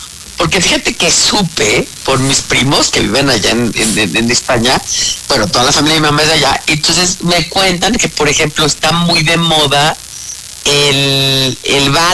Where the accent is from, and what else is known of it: Mexico